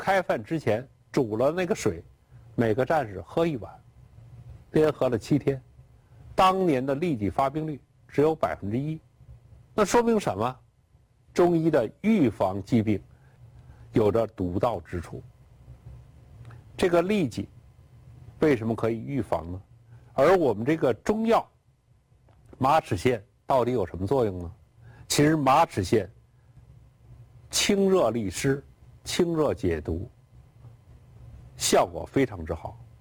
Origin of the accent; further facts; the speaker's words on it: Beijing, China; 我记得我小时候在北京四合院